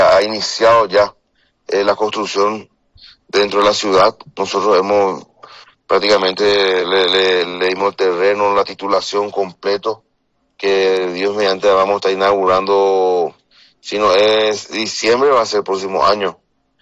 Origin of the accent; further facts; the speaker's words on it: Paraguay; nosotros, como vadeños y como paraguayos